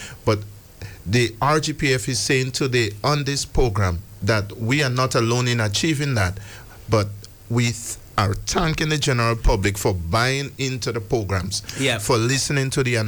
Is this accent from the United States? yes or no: no; Trinidad & Tobago; born there; I'm Trinidadian by birth, so I'm celebrating it all around.